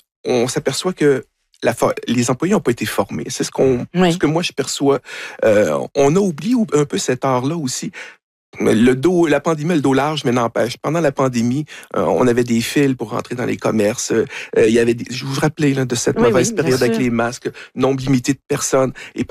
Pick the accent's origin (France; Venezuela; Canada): Canada; Quebec; Quel accent? On perçoit un accent français. On est des Canadiens. Ah, blablabla, bla, bla, québécois, etc.